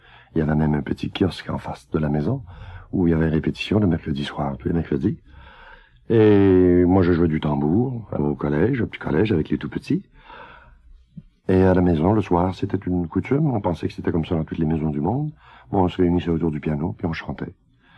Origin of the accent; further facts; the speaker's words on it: La Tuque, Quebec, Canada; born there; C'était une maison remplie de musique chez nous. Moi, je suis né à Latuc, dans la Mauricie, et ma mère était un peu pianiste.